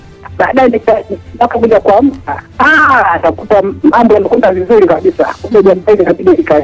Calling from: Babati, Manyara, Tanzania; na kutoka Babati

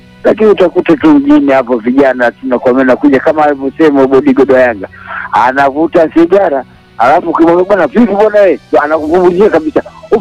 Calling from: Magu, Mwanza, Tanzania; mimi natoka saizi niko Magu, Mwanza.

